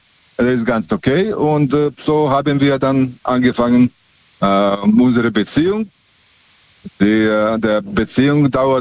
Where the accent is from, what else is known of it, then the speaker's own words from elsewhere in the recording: Serbia; ich komme aus Serbien, und ich habe damals am Busbahnhof gearbeitet